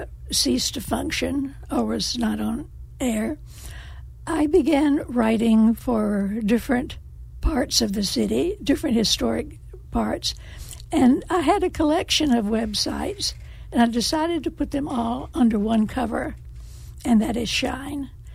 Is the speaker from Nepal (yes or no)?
no; the South, United States; now in Salem, United States; I'm from the South.